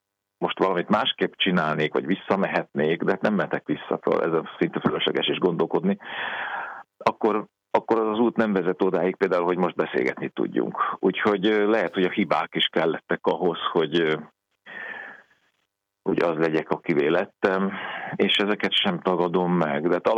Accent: Hungary; én elsősorban ember vagyok, magyar vagyok, apa vagyok

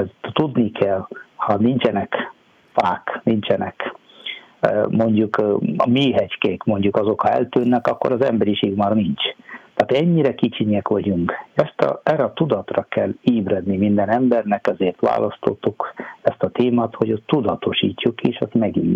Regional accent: South India, India; Hungarian is a second language; moved away as an adult; now in Hungary; egyébként Dél-Indiából származom, már 23 éve vagyok, itt 24. éve vagyok. Hát én 2003. október 9-én érkeztem Magyarországra

